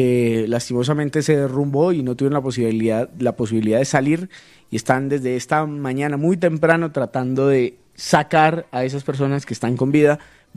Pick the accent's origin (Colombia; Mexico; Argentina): Colombia; Zarzal, Valle del Cauca; born there; pues yo nací en Zarzal Valle